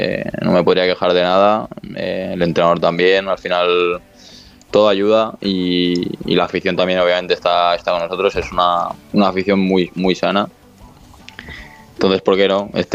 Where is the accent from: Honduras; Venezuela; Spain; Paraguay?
Spain; por la edad y porque somos muchos españoles.